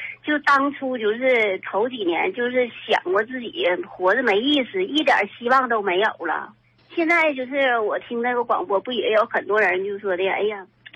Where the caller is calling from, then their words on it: Shenyang, Liaoning, China; 我自己我也是沈阳的